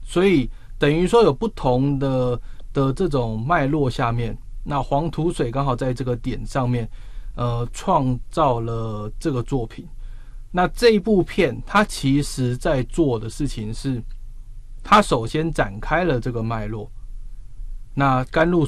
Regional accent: Taiwan; 但他是一种是我是身为从台湾来的

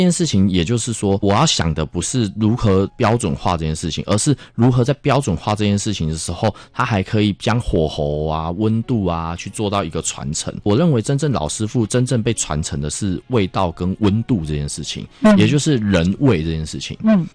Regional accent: Taiwan; 我们台湾人更喜欢火味，

